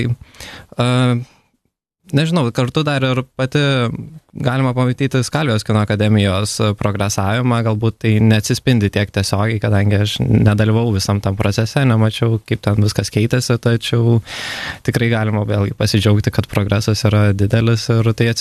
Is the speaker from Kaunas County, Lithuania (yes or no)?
no; Plungė, Telšiai County, Lithuania; now in Vilnius, Lithuania; Aš iš Plungės.